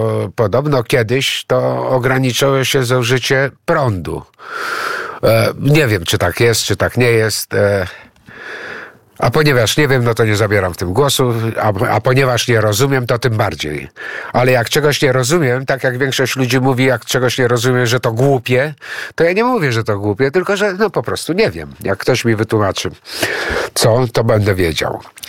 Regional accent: Greece; now in Poland; No, to jest wtedy, kiedy wyzwalaliśmy się, my Grecy, no jak wiecie, jestem Grekiem, wyzwalaliśmy się spod zaboru tureckiego

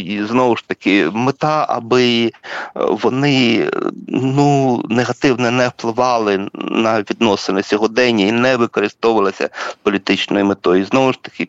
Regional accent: Chernihiv Oblast, Ukraine; ну, я з Чернігівщини

